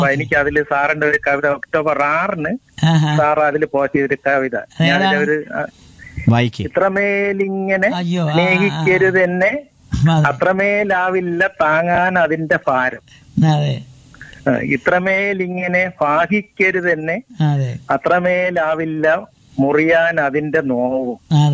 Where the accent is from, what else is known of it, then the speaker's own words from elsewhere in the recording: Vellanad, Kerala, India; ഞാൻ ഇവിടെ കരുണാസായി അടുത്ത് തന്നെ സാർ, വള്ളനാട് തന്നെ.